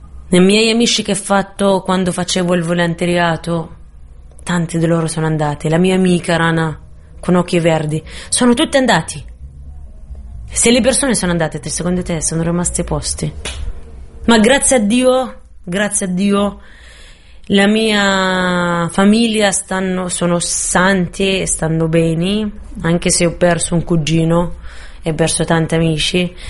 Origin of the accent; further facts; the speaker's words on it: Gaza Strip, Palestine; moved away as an adult; also born or lived in Germany; come ho lasciato la striscia di Gaza o come quando ero a 20 anni